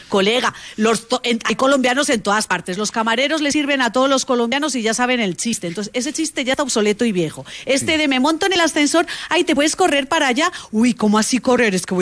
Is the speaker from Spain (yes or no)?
yes; Spain; Yo, la verdad, yo quiero deciros que yo que soy española, a mí me parece que todo eso son cuentos chinos.